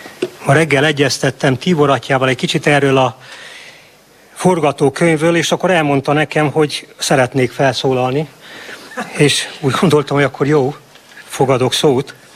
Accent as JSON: {"language": "Hungarian", "town": "Oradea", "region": "Bihor", "country": "Romania", "tie": "born or raised there", "said": "Én Törzsgyökeres nagyváradi vagyok. Nagyon büszke vagyok a városomra. Anyajágon nagyon-nagyon messze vissza lehet vezetni, hogy én nagyváradi vagyok."}